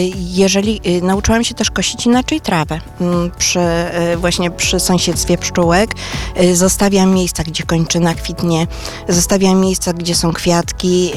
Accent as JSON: {"language": "Polish", "town": "Warsaw", "region": "Masovian Voivodeship", "country": "Poland", "moved": "as an adult", "said": "ja w ogóle pochodzę z Warszawy, mieszkam tu od niedawna"}